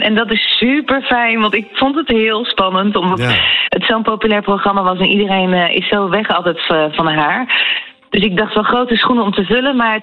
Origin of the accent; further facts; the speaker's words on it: Schiedam, South Holland, Netherlands; ik ben opgegroeid in de Westlander in Schiedam, en die wonen allemaal daar in die straten daaromheen. Dus ik kom er nog best vaak.